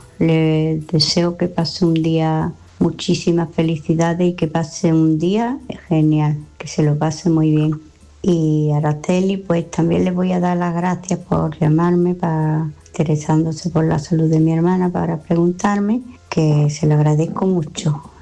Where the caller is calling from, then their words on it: Málaga, Andalusia, Spain; de Málaga.